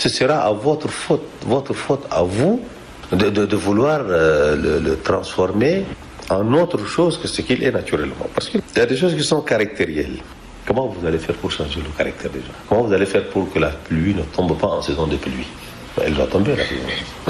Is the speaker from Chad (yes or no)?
yes; Chad; Non, je suis citoyen tchadien.